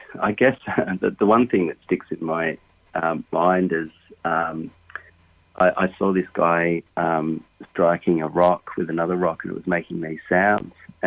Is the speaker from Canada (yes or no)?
no; Australia; I guess you can draw from being an Australian